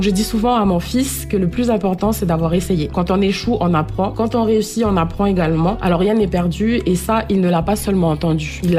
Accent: New Caledonia; born there; also born or lived in Houaïlou (North Province) / Saint-Louis, Mont-Dore (South Province); J'ai grandi à Waïlou, à Saint-Louis et dans le quartier de Pierre-Lanquette. Que ce soit dans le nord ou ici dans le sud, j'ai effectivement grandi avec des repères solides et c'est ce qui m'a donné un vrai ancrage.

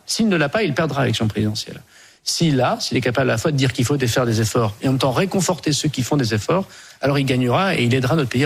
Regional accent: Hauts-de-France, France; Je suis du Nord-Pas-de-Calais, je suis pétri de ce catholicisme social-là.

